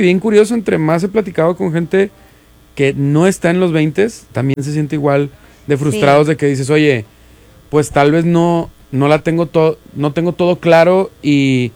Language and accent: Spanish; Monterrey, Nuevo León, Mexico; soy aquí de Monterrey.